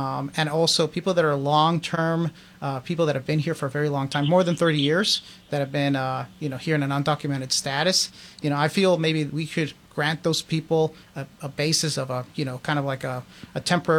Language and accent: English; Guatemala; now in United States; I mean, my family and I came here from Guatemala. We waited over 20 years to become citizens.